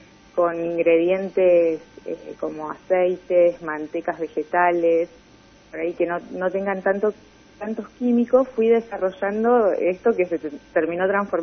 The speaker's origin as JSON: {"language": "Spanish", "country": "Argentina", "tie": "born or raised there", "moved": "yes", "lives_now": "Chuele", "said": "Soy nacida y crecida acá en La Marque."}